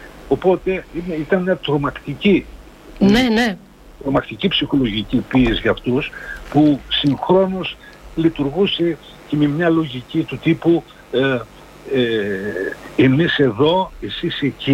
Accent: Tyrnavos, Thessaly, Greece; κατάγομαι από τον Τύρναβο.

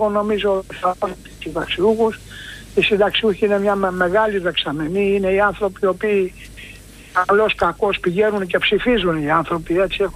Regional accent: Corfu, Ionian Islands, Greece; Είναι άπιαστο να φανταστείς και εγώ που είμαι από την Κέρκυρα

